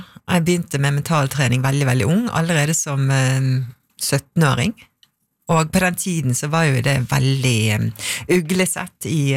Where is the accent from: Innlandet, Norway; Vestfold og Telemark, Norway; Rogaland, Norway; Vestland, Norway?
Vestland, Norway; Bergen; Vi i Sandviken.